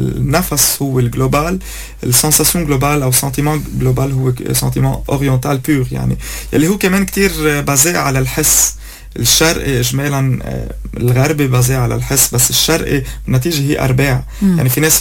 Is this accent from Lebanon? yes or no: yes; Lebanon